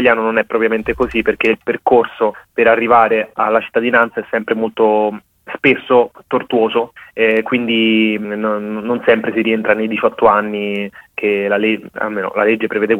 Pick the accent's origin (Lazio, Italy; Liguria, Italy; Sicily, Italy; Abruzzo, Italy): Lazio, Italy; Rome; io sono nato e cresciuto a Roma da genitori immigrati africani. Mio padre dal Senegal, mia madre dall'Etiopia, sono venuti negli anni 90 qui in Italia